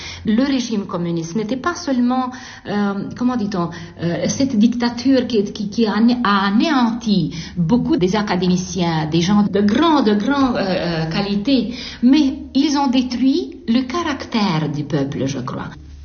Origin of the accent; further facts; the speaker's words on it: Romania; moved away as an adult; l'éducation que j'ai eue en Roumanie